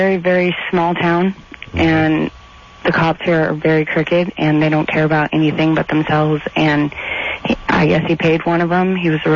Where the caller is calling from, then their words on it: Payette, Idaho, United States; I come from Payette